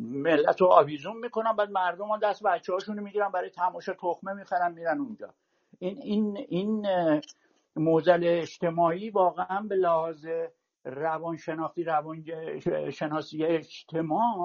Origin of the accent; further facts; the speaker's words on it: Iran; moved away; من الان 37 سالی که خارج از ایرانم